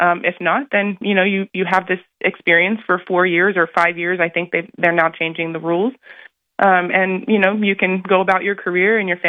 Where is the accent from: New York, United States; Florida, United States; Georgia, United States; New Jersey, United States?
New Jersey, United States; moved away as an adult; now in Arizona, United States; I'm from New Jersey, but my dad lives here in Arizona